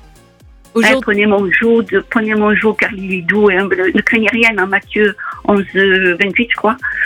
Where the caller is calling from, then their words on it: Provence-Alpes-Côte d'Azur, France; accent: singing southern accent; Je suis près d'Aix-en-Provence.